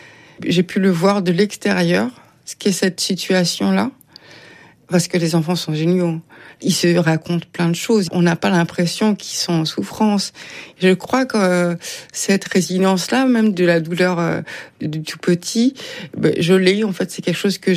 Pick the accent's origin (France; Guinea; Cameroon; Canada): France; also born or lived in Vietnam; j'ai été adoptée, que je suis française, mais je suis aussi vietnamienne.